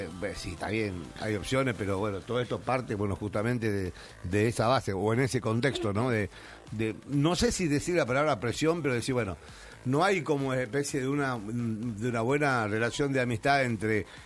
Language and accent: Spanish; Argentina